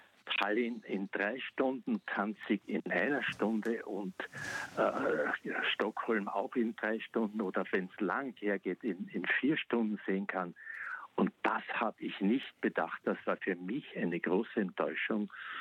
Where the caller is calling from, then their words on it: Austria; für mich als Österreicher